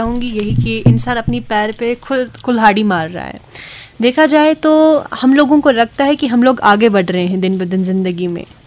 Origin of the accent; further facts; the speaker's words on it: Rawatpura, Jammu and Kashmir, India; now in Srinagar, India; मैं रावतपुरा से हूँ जो कि कुपवारा का एक बहुत ही सुंदर गांव है। तो फिलहाल मैं श्रीनगर में रहती हूँ पढ़ाई के सिलसिले में, लेकिन अपने गांव को बहुत मिस।